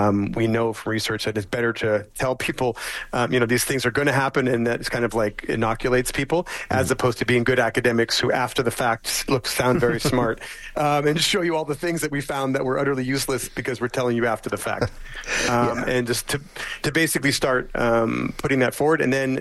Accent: Saskatchewan, Canada; I'm from Saskatchewan, I understand. I'm based in Saskatchewan.

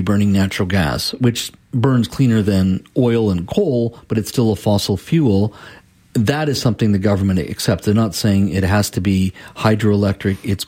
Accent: Canada; but we're Canadian at the end of the day, and we can learn from each other as well.

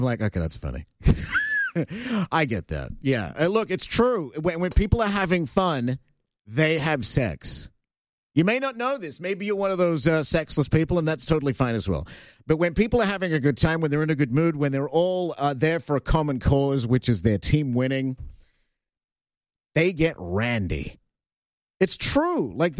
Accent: Canada; we care about the game because we're Canadian, right?

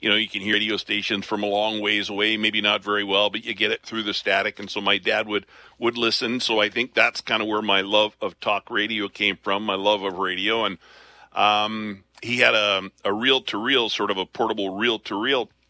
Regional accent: Picture Butte, Alberta, Canada; moved away as an adult; also born or lived in Lethbridge; Picture Butte is where I was born in Lethbridge, grew up, raised in Picture Butte. First 5 or 6 years of my life, I was on a sugar beet farm.

